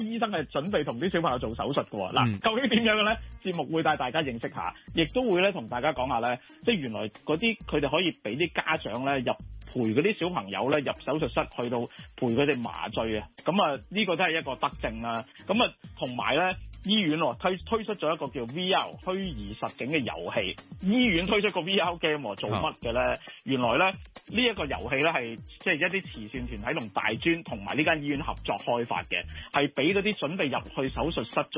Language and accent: Cantonese; Hong Kong